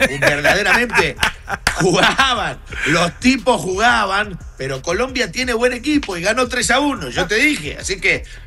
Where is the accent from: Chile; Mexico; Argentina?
Argentina; que somos más argentinos que nunca